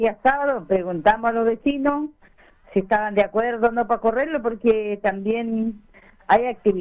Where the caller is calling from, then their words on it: Chile